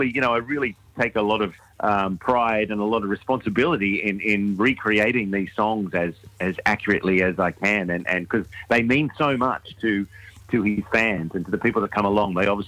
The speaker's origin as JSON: {"language": "English", "town": "Wagga Wagga", "region": "New South Wales", "country": "Australia", "said": "it's always a pleasure to be back in regional Australia. I'm originally from Wagga Wagga, so the road to Goulburn is one I know very well."}